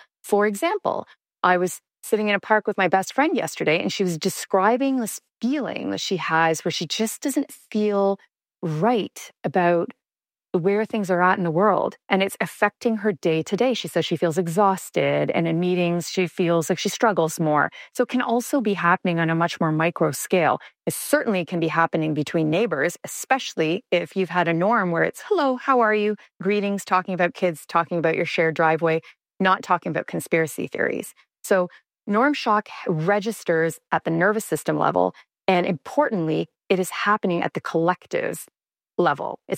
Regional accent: Canada; So I would have never thought I'm a Canadian. I would have never thought that our relationship with the U.S. would become destabilized.

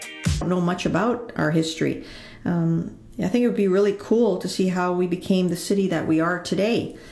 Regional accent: Toronto, Ontario, Canada; born there; I was born here in Toronto. I'm ashamed to say that I don't know much about our history.

